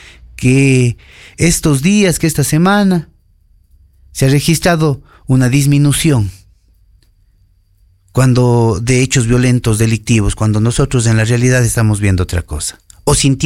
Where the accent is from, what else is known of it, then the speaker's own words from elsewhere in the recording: Ecuador; nosotros como ecuatorianos, como ciudadanos